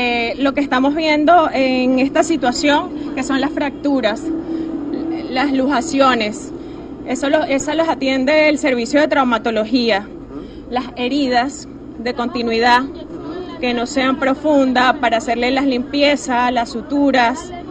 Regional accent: Venezuela

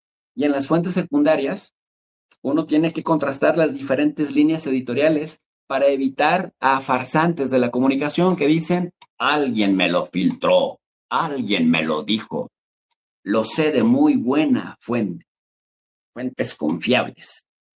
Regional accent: Mexico

